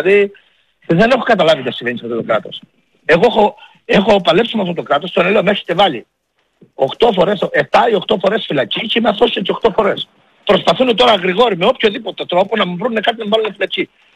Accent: Greece; είμαι Έλληνας πατριώτης

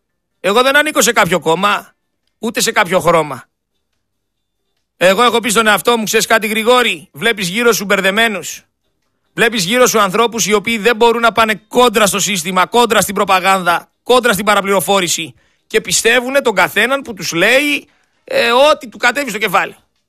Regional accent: Greece; Εγώ είμαι Έλληνας φορολογούμενος

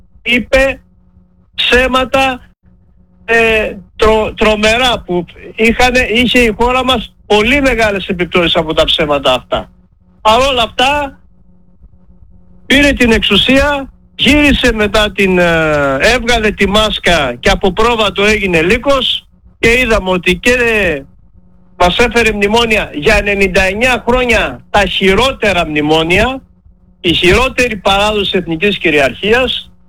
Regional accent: Macedonia, Greece; εδώ εμείς οι αγρότες ακρίτες Μακεδόνες

